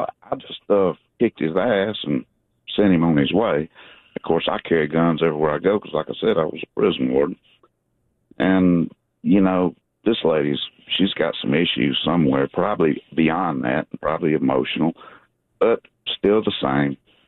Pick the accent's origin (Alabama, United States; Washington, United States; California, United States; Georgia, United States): Alabama, United States; Huntsville; I'm an old Alabama boy. I'm from Huntsville, Alabama, and I grew up kind of in a gangster, rough neighborhood